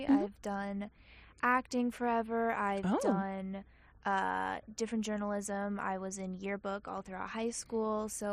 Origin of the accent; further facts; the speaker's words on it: Grapevine, Texas, United States; I'm from Grapevine, Texas, so it's right in the middle between Dallas and Fort Worth.